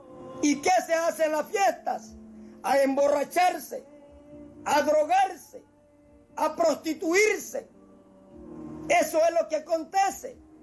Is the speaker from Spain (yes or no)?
no; Amapala, Valle, Honduras; moved away; allá en mi pueblo Amapala